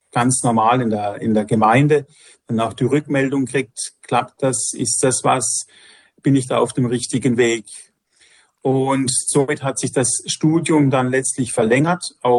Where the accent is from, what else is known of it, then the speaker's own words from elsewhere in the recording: Freiburg, Baden-Württemberg, Germany; born there; also born or lived in Stuttgart; Gebürtig komme ich aus Freiburg und habe dann auch für mich da allein gelebt.